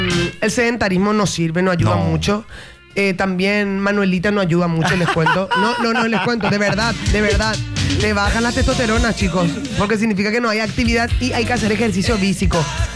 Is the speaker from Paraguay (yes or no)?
yes; Paraguay; moved away; de vuelta a Paraguay, siempre una felicidad volver a mi tierra guaraní, mi lugar natal, mi hogar, dulce hogar